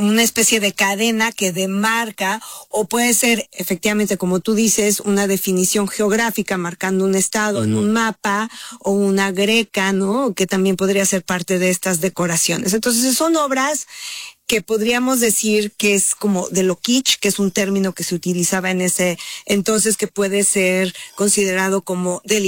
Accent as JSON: {"language": "Spanish", "country": "Mexico", "said": "sobre todo si somos mexicanos"}